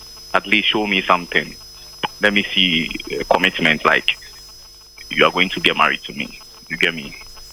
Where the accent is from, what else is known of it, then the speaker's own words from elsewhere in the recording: Odumase, Ghana; from Ghana, Odumase.